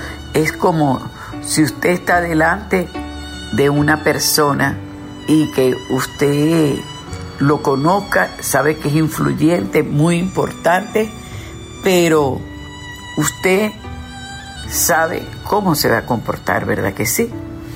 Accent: Falcón, Venezuela; Yo soy cristiana, pero me enganchaba con quien fuera. Yo soy de Falcón.

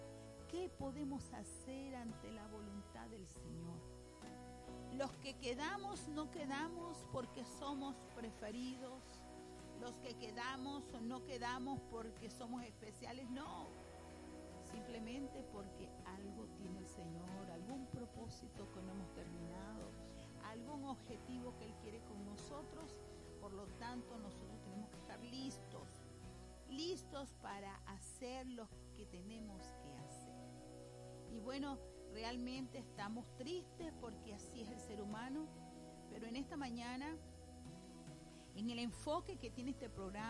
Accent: Venezuela; la situación que estamos pasando como venezolanos

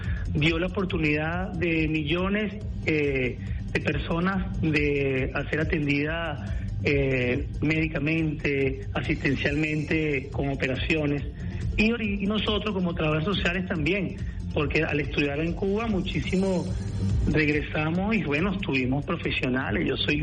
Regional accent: Caracas, Capital District, Venezuela; como caraqueño te lo digo

